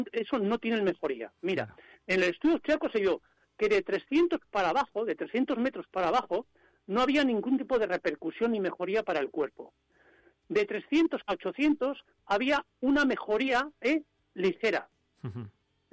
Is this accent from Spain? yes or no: yes; La Rioja, Spain; now in Soria, Spain; Pues mira, yo soy riojano, nací en La Rioja, vivo en Soria desde hace más de 40 años